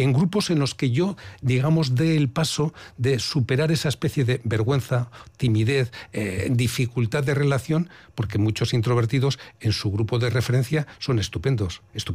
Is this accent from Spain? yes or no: yes; Bilbao, Basque Country, Spain; moved away; Yo cuando me preguntan de dónde eres, digo, de Deusto. Y luego hace tiempo que no vivo en Deusto